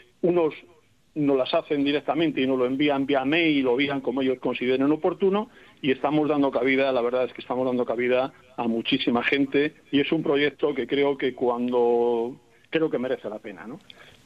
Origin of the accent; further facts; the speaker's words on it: Solana de Cabañas, Extremadura, Spain; y yo como natural de allí, y orgulloso extremeño